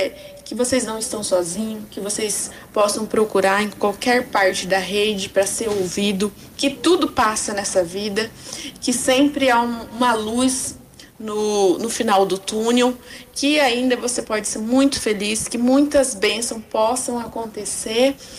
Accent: Bela Vista, Mato Grosso do Sul, Brazil; moved away as an adult; now in Ponta Porã, Brazil; E eu vim de Bela Vista, filha do Augusto, né?

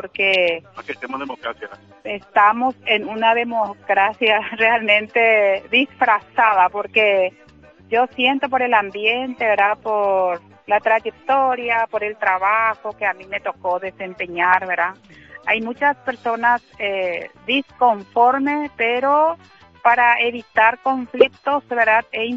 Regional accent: Paraguay; esa es lo que estamos viviendo como paraguayos.

